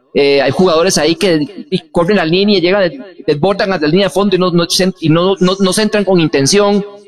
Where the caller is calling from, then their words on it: Costa Rica; como costarricense